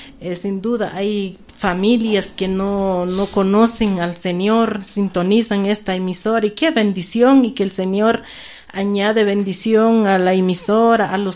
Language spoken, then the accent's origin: Spanish; Santa Lucía Utatlán, Sololá, Guatemala; Nosotros venimos de Ciénaga Grande, Santa Lucía, Utatlán.